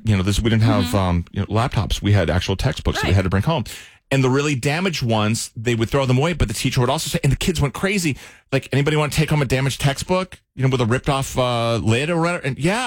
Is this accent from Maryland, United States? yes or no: yes; Columbia, Maryland, United States; I grew up in Maryland, Columbia, Maryland.